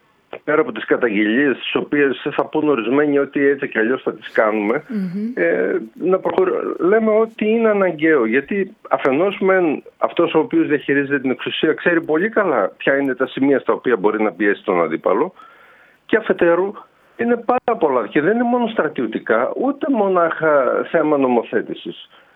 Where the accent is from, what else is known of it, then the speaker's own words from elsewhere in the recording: Eastern Macedonia and Thrace, Greece; Οι περισσότεροι είμαστε πρόσφυγες στη Θράκη. Έτσι. Στη δυτική, νοτιοδυτική Θράκη είμαστε όλοι πρόσφυγες από την Ανατολική, από τη Μικρασία, από τον Πόντο.